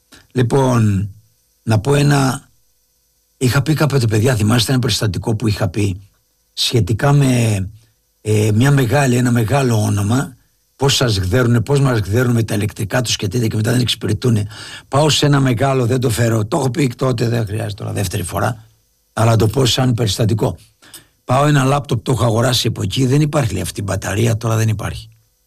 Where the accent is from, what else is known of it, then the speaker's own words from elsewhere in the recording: Lefkada, Ionian Islands, Greece; εγώ είμαι από Λευκάδα.